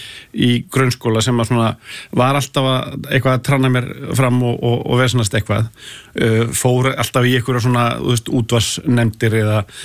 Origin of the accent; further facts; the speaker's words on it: Hafnarfjörður, Capital Region, Iceland; Ég er alin upp í Hafnarfirði ég er haffyrringur í húð og hár